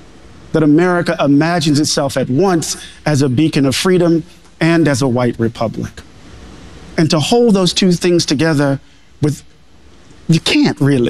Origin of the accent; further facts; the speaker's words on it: Mississippi, United States; Maybe it's because I'm from Mississippi.